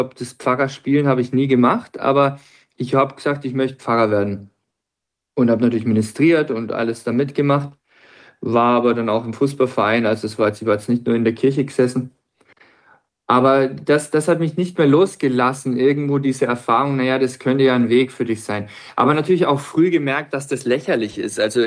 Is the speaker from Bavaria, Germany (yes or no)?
yes; Bayreuth, Bavaria, Germany; bin jetzt 33, so alt wie Jesus, der Überlieferung nach war. Das heißt, jetzt geht's abwärts. Ich bin geboren in Bayreuth im schönen Frankenland, bin dort aufgewachsen in einem kleinen Kaff, ich glaube 200 Seelen, ich weiß gar nicht wie viel, mehr Kühe als Leute damals noch.